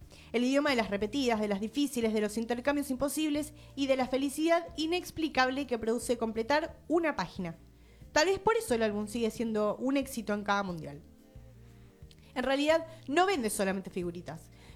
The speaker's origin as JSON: {"language": "Spanish", "country": "Argentina"}